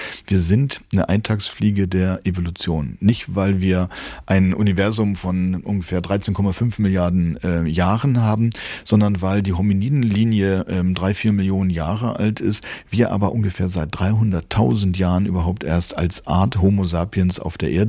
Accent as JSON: {"language": "German", "region": "Hamburg", "country": "Germany", "said": "Ich komme aus Hamburg. Ich darf das vielleicht als Hamburger sagen."}